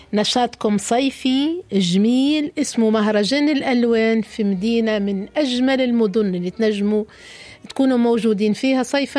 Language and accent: Arabic; Hergla, Sousse Governorate, Tunisia; باش نكونوا موجودين في فضاء سياحي جميل في هرقلة من الخمسة حتى للسبعة في زاهية حومتنا،